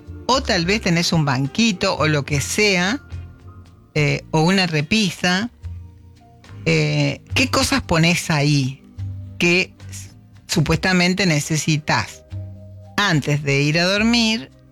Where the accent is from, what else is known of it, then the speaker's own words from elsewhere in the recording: Gualeguaychú, Entre Ríos, Argentina; yo soy de Gualeguaychú, he ido cuando era chica muchas veces.